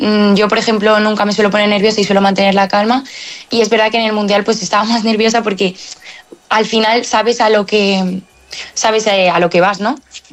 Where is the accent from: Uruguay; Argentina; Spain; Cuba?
Spain; aparte somos las primeras españolas de la delegación en conseguirlo